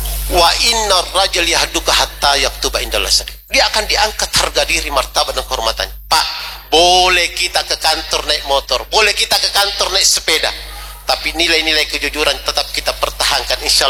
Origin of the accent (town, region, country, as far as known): South Sulawesi, Indonesia